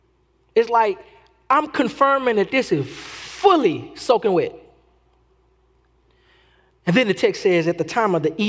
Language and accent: English; Texas, United States; I'm not as country as some people think I am, coming from Texas and my accent.